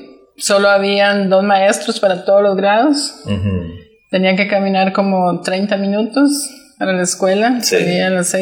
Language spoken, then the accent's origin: Spanish; San José, Costa Rica; Bueno, yo nací en San José, Costa Rica. Y somos 7 hermanos. Yo soy la número 3. Y crecí en un ambiente campesino.